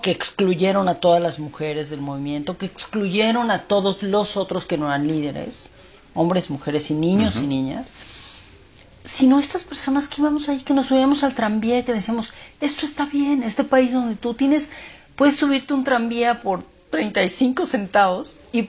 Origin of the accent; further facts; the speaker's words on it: Mexico City, Mexico; Yo sentía cuando era niña en la Ciudad de México y en la colonia Miscuac y en La Juárez